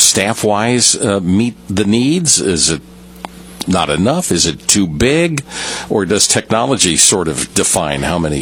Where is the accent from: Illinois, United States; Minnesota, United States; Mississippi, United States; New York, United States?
Illinois, United States; I remember years ago as a kid, I grew up in Southern Illinois